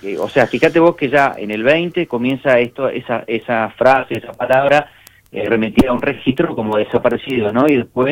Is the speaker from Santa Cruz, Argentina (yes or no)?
yes; Santa Cruz, Argentina; las personas que hoy somos de acá, de Santa Cruz